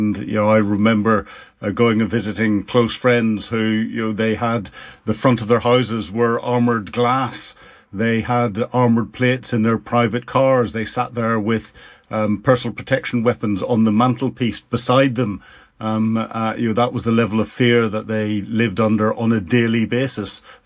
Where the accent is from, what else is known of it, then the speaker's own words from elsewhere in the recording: Northern Ireland, United Kingdom; having grown up in Northern Ireland during the Troubles, and my hometown was the most bombed town in Europe